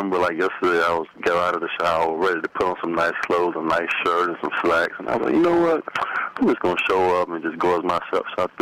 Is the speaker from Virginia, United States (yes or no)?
yes; Virginia Beach, Virginia, United States; I thought growing up in Virginia Beach and playing basketball on the corner and hanging out on the corner was the life.